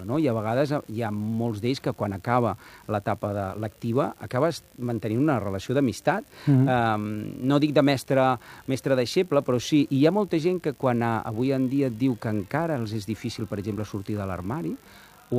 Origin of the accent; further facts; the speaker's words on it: Barcelona, Catalonia, Spain; que jo sempre dic que sóc del Poble Nou abans de que fos guai